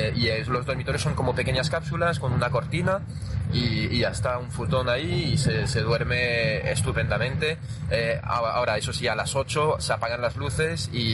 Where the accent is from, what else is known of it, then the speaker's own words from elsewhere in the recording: France; Spanish is a second language; now in Spain; yo siendo francés ahora estoy en España y ya sé lo que es cambiar de país, lo que es cambiar de idioma